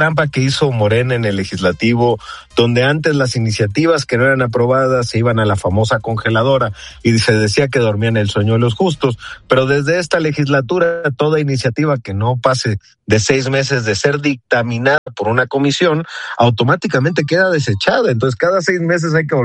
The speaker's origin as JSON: {"language": "Spanish", "region": "Veracruz", "country": "Mexico", "said": "los hombres y mujeres libres de Veracruz, que a mucho orgullo somos jarochos"}